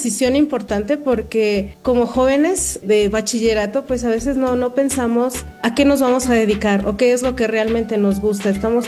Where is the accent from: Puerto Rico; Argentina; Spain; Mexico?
Mexico; Tlanalapa, Hidalgo; yo soy originaria de Tlanalapa, Hidalgo, un municipio muy pequeño aquí en el estado.